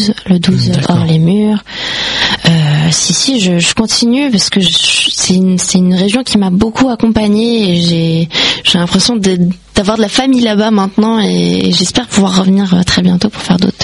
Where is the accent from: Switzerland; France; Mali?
France; Paris, Île-de-France; born there; je viens de Paris. Voilà, je suis une parisienne